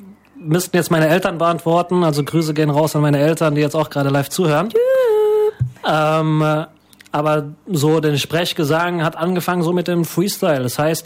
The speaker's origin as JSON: {"language": "German", "town": "Ludwigshafen", "region": "Rhineland-Palatinate", "country": "Germany", "said": "Genau, also ich komme aus Ludwigshafen, also auch der Delta-Kreis genannt."}